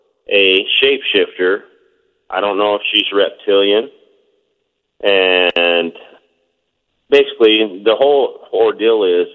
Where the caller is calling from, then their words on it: Oahu, Hawaii, United States; We live on Oahu.